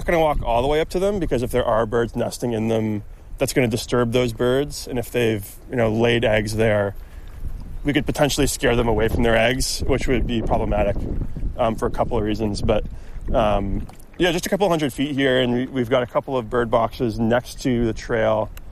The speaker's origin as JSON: {"language": "English", "town": "Potsdam", "region": "New York", "country": "United States", "tie": "born or raised there", "said": "I'm local, born and raised in Potsdam."}